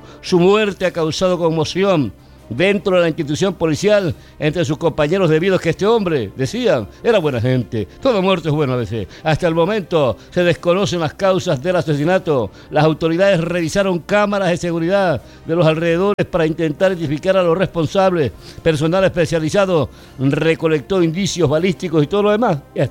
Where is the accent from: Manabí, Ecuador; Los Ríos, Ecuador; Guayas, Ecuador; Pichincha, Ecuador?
Manabí, Ecuador; al norte de mi tierra manavita.